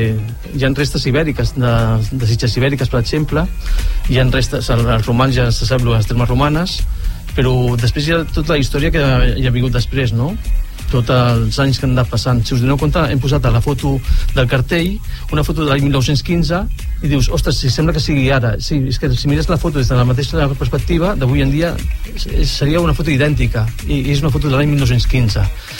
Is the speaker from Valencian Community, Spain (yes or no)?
no; Sant Boi de Llobregat, Catalonia, Spain; jo soc fill de Sant Boi de tota la vida